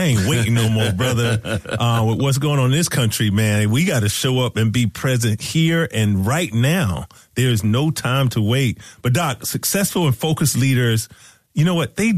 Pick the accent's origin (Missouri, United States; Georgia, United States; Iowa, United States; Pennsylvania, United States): Georgia, United States; My family's in Georgia, and a lot of friends I grew up are in Georgia.